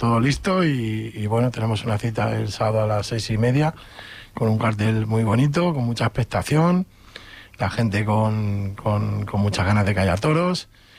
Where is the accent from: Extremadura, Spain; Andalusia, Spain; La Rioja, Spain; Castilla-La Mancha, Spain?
Castilla-La Mancha, Spain; Talavera de la Reina; mi tierra, a mi gente.